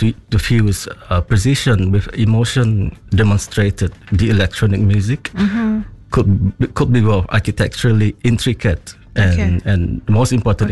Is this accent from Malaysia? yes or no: yes; Sarawak, Malaysia; Growing up in Borneo and particularly in Sarawak.